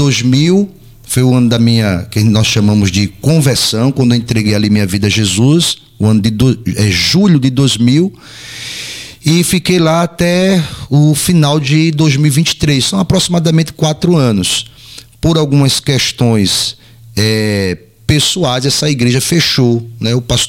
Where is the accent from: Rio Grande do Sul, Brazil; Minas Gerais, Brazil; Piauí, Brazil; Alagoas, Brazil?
Alagoas, Brazil; Maceió; now in Penedo, Brazil; Eu sou de Maceió, como dizemos, morava em um bairro da periferia.